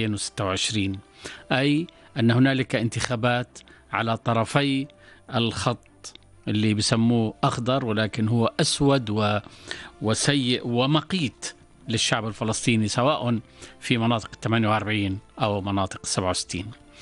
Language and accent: Arabic; Jordan; شيء مؤكد أننا كأردنيين نتابع أولا معاناتكم،